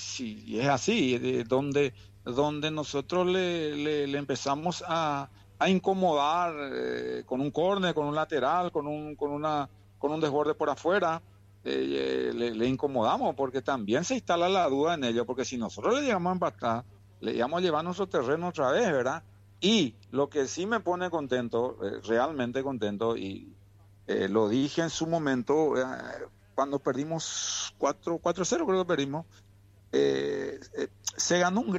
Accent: Paraguay; yo, como todo paraguayo

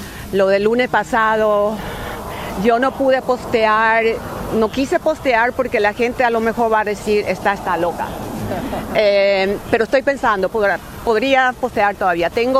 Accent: Caraguatay, Cordillera, Paraguay; moved away; Sí, cordillera.

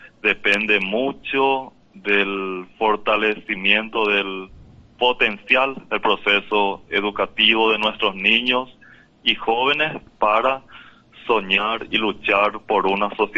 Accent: Paraguay; now in Pedro Juan Caballero, Paraguay; yo soy oriundo de un pueblo pequeño en la ribera del río Paraná

